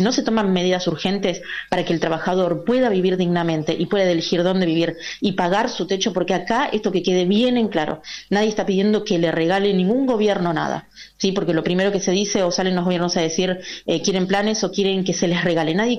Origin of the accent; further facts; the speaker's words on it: Argentina; acá es donde nosotros tenemos que poner el foco como argentinos, como trabajadores